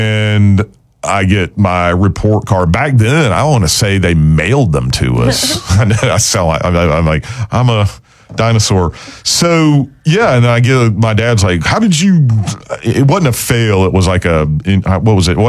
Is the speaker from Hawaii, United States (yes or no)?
no; Spartanburg, South Carolina, United States; We come from Spartanburg down to Russell.